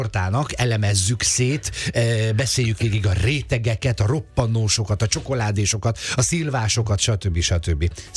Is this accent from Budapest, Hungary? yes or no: no; Debrecen, Hajdú-Bihar, Hungary; Én Debrecenből jövök, és annak idején a 80-as évek közepe vége magasságában, augusztus végén én már bőven másztam a szilvafára